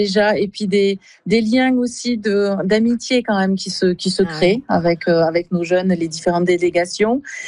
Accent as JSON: {"language": "French", "region": "Southern France", "country": "France", "said": "on comprend rapidement que l'on vient de la France et surtout du sud de la France. Ça, bizarre, hein, on a vite trouvé que c'était nous les Français."}